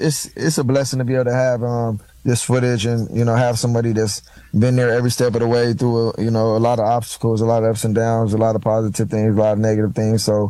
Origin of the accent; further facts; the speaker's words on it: Los Angeles, California, United States; USC was right there in my backyard. I grew up in the Crenshaw district, and, that was literally in my backyard, and I feel like I had to get away from home and grow up on my own.